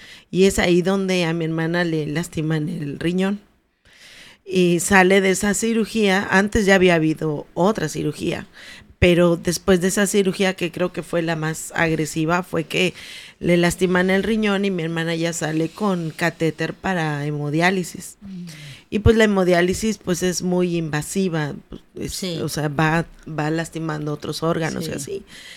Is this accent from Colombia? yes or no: no; Chiapas, Mexico; moved away as an adult; also born or lived in Cancún; now in Mérida, Mexico; Yo ya me había casado, yo me salgo de Chiapas, que es de donde soy, me caso con Gabriel y me voy a vivir a Cancún y luego me vengo a Mérida.